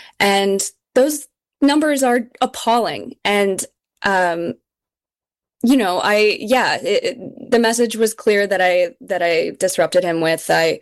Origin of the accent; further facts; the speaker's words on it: Minnesota, United States; I was actually born in Minnesota